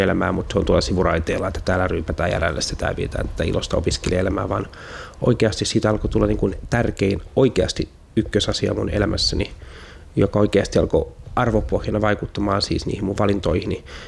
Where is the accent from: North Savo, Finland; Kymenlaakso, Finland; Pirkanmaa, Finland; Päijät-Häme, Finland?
Pirkanmaa, Finland; Sastamala; Ja kasvoin siis nykyisen Sastamalan alueella ja siellä oikeastaan jo lapsena kummatkin vanhemmat oli maatalon kasvattaja